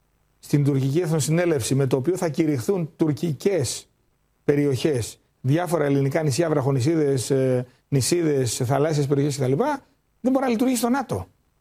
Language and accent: Greek; Greece; εγώ ως Έλληνας πολίτης